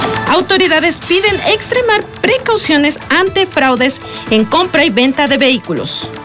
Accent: Puebla, Mexico; Las tradiciones son parte que nos da identidad como poblanos.

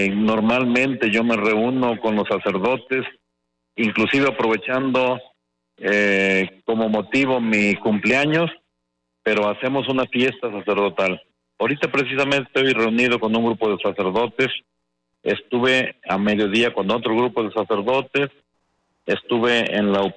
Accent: Puebla, Mexico; visito mucho la Sierra Norte, mi tierra, la Mixteca poblana

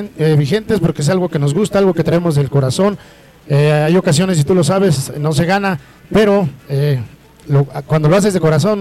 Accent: Huejotzingo, Puebla, Mexico; Soy de San Mateo Capultitlán, municipio okay. de Huejotzingo.

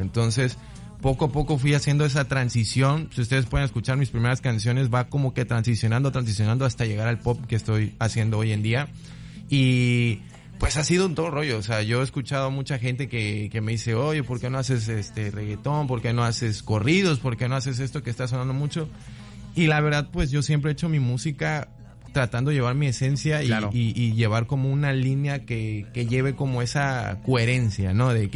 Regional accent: Veracruz, Mexico; yo soy de aquí, de Veracruz

